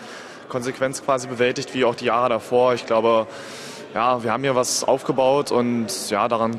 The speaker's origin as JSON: {"language": "German", "town": "Magdeburg", "region": "Saxony-Anhalt", "country": "Germany", "tie": "born there", "said": "gebürtiger Magdeburger"}